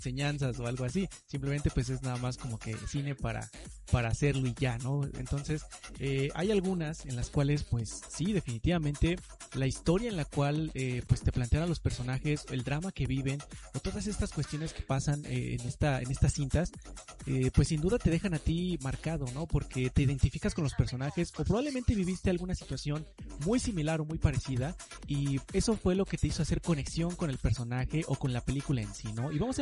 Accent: Mexico; uno como mexicano

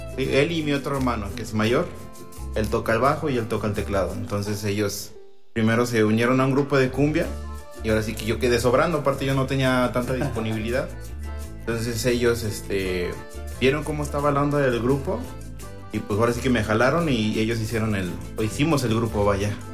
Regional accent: Mexico; uno como mexicano, pues nace creciendo y escuchando música.

